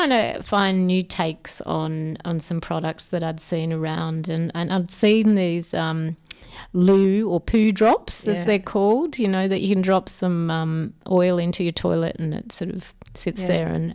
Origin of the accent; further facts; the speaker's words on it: Melbourne, Victoria, Australia; moved away; I'm originally from Melbourne.